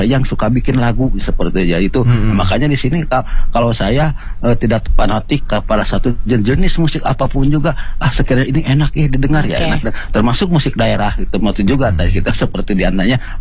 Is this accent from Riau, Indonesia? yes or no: no; West Java, Indonesia; kalau Sunda daerah saya sendiri kan.